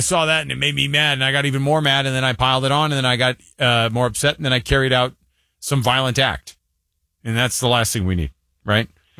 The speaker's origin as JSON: {"language": "English", "region": "Utah", "country": "United States", "said": "And somebody's like, oh, where are you guys from? We told them, oh, we're from Utah."}